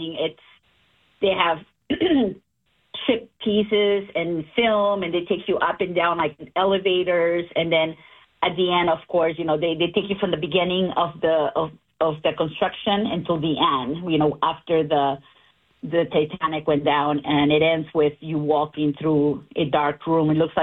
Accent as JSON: {"language": "English", "country": "Peru", "said": "I'm Peruvian."}